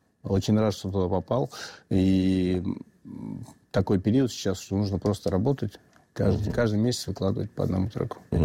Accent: Chechnya, Russia; Очень сильный фильтр, потому что я чеченец.

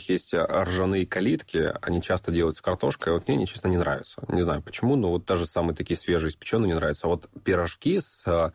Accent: Horlivka, Donetsk Oblast, Ukraine; moved away as an adult; now in Saint Petersburg, Russia; Да, я причем, когда приехал там, да, из Горловки, приехал жить в Питер, для меня она оказалась очень крутой.

